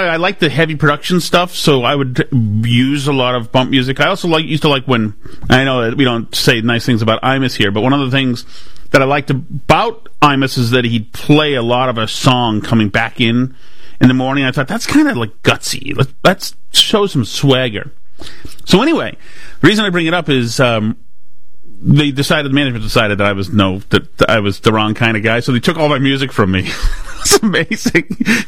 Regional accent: Winchester, Massachusetts, United States; now in Georgetown, United States; we've been priced out ever since. So now I'm essentially the … way up there. Lifelong Massachusetts person.

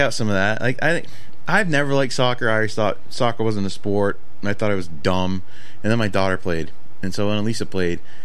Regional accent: United States; But I'm an American.

